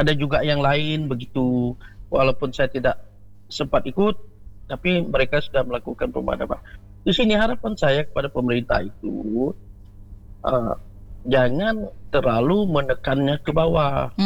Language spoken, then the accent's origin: Indonesian; West Kalimantan, Indonesia; kami selaku orang Dayak ini